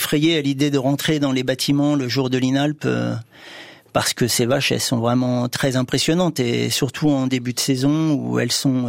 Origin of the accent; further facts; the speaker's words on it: Normandy, France; moved away; moi je suis originaire de Normandie, mes parents étaient issus du milieu agricole